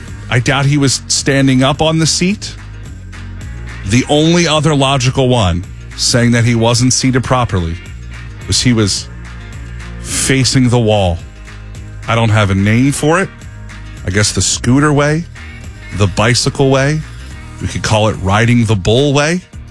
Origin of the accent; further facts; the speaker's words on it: Pennsylvania, United States; This is a Pennsylvania story, my home state, so I was immediately drawn to it.